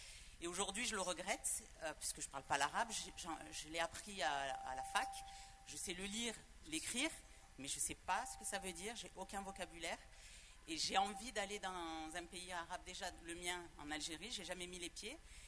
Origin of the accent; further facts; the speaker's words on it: Aix-en-Provence, Provence-Alpes-Côte d'Azur, France; born there; je suis née en France, à Aix-en-Provence.